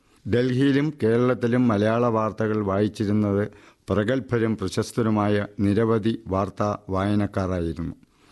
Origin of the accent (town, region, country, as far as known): Chirayinkeezhu, Kerala, India